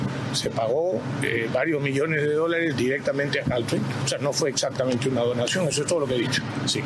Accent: Peru; La reflexión que yo me hago a mí como peruano es: el mundo está atravesando una situación de aumento del precio de los combustibles. Además, en el Perú tenemos años de ineficiencia

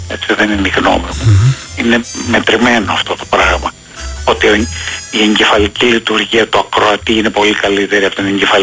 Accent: Greece

